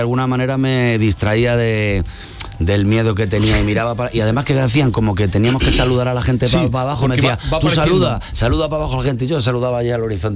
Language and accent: Spanish; Madrid, Community of Madrid, Spain